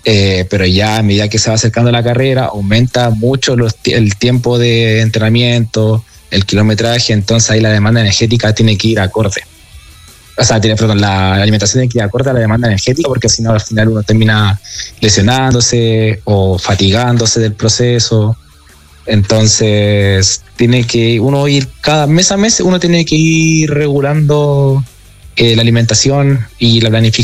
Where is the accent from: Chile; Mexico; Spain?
Chile; Curicó, Maule; born there; also born or lived in Buin; now in Santiago, Chile; yo muchos años viví en Buin, y volví a Curicó, que yo nací en Curicó, después me fui a Buin a vivir, y después el 2009 volví a Curicó